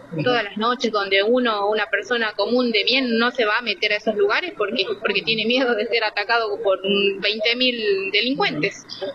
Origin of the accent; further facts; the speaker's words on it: Bolivia; now in Argentina; Yo me siento más argentina que boliviana. ¿Qué querés que te diga?